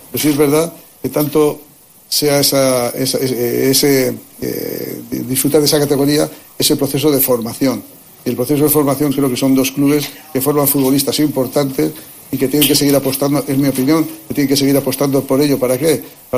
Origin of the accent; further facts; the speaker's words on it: Spain; yo creo que se tiene que jugar en mi país, en España